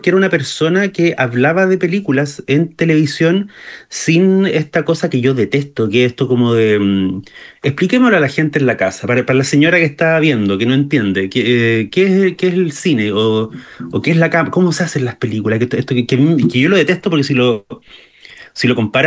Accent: Temuco, Araucanía, Chile; now in Santiago, Chile; cuando yo me mudé de Temuco a Santiago, que es la capital

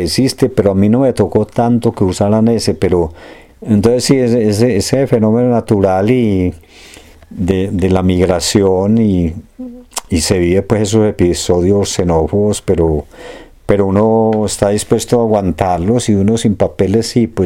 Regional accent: Colombia; moved away; uno como colombiano, por lo general, uno puede, en mi caso, pasar como español

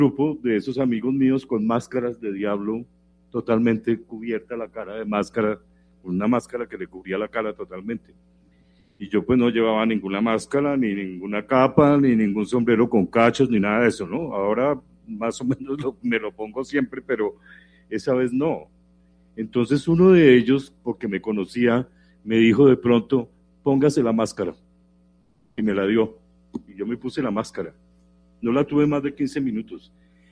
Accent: Bogotá, Colombia; Yo soy bogotano

